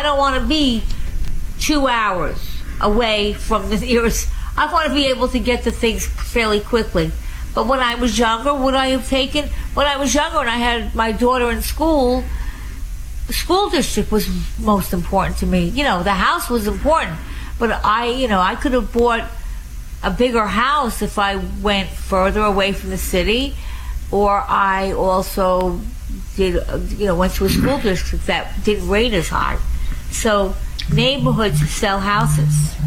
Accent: Long Island, New York, United States; You know, I was from Long Island, so it wasn't really about transportation because really, if you don't have a car on Long Island, I don't know.

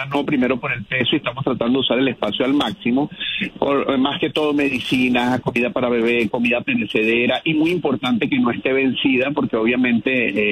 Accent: Venezuela; now in Los Angeles, United States; Sí, soy venezolano. Afortunadamente soy del occidente

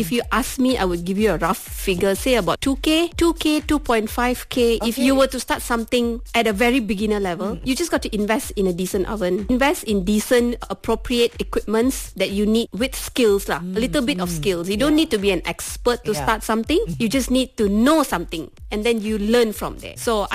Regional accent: Temerloh, Pahang, Malaysia; Yeah, that was back in my hometown. Right. I'm from Temerloh, Pahang.

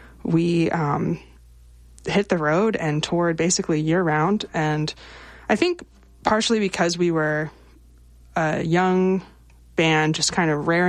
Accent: Pennsylvania, United States; Pennsylvania, which is my hometown.

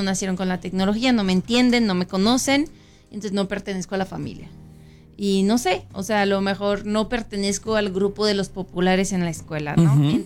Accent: Mexico; De que no siento que pertenezco como mexicano, porque uh-huh. se ha perdido mucho de la cultura mexicana.

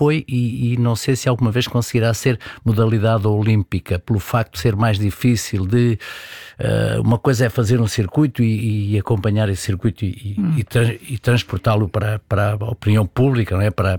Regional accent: Portugal

